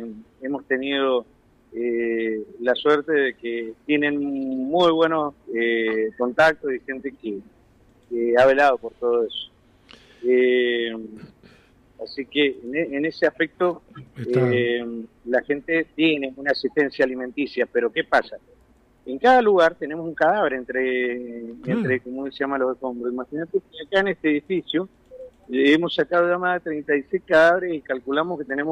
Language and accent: Spanish; Mendoza, Argentina; also born or lived in Newark, United States; Mira, yo soy mendocino y he estado en Nueva York, viviendo en Newark.